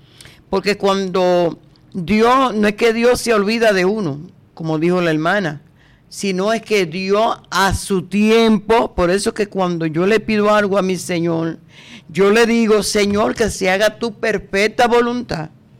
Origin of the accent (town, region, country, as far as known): Dominican Republic